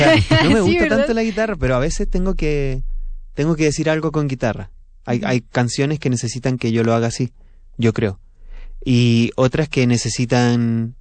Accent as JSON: {"language": "Spanish", "region": "southern Chile", "country": "Chile", "also_born_or_lived": "Santiago, Chile", "moved": "yes", "lives_now": "Mexico City, Mexico", "said": "Yo no soy de Santiago, soy de un pueblo en el sur de Chile. Y llegué a Santiago"}